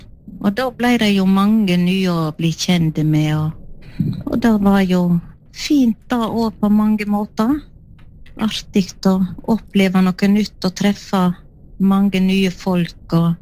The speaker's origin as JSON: {"language": "Norwegian", "town": "Skjolden", "region": "Vestland", "country": "Norway", "tie": "born or raised there", "said": "Jeg vokste opp på Skjolden, på en plass som heter Elvetun, og foreldrene mine de drev inn i et pensjonat"}